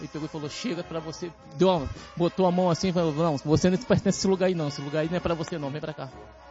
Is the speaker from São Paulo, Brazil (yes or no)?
no; Duque de Caxias, Rio de Janeiro, Brazil; Venho de Caxias, Duque de Caxias.